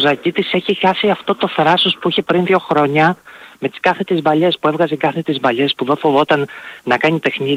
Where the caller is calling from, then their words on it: Mytilene, North Aegean, Greece; από Μυτιλίνη.